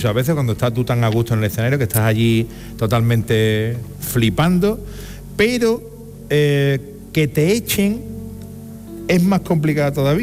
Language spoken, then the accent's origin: Spanish; Málaga, Andalusia, Spain; Con la malagueña, soy de Málaga.